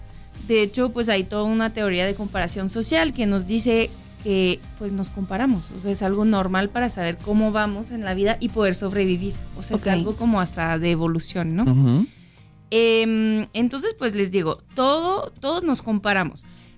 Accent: France; Spanish is a second language; moved away; Ya ven que yo soy de Francia y fui con mis hijos a Francia.

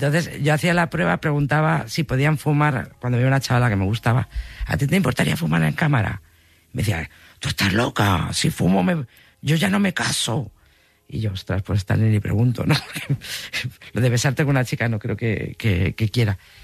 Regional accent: Badajoz, Extremadura, Spain; ella, no, es que yo soy de Badajoz.

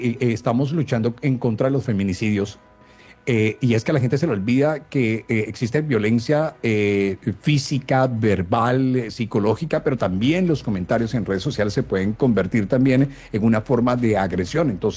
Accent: Caribbean Region, Colombia; yo soy orgullosamente caribeño

